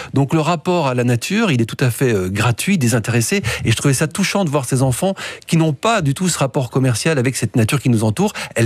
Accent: Belgium; chez nous en Belgique.

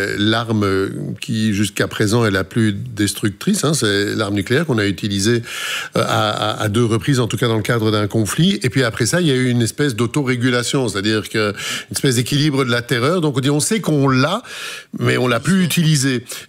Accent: Brussels, Belgium; ça s'entend que je viens de Bruxelles

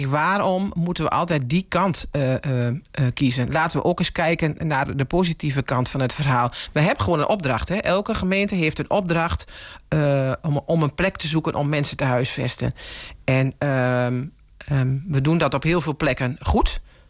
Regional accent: Gelderland, Netherlands; moved away; Ten meer ook omdat ik hier van oorsprong niet vandaan kom. Ik kom van oorsprong uit de Achterhoek.

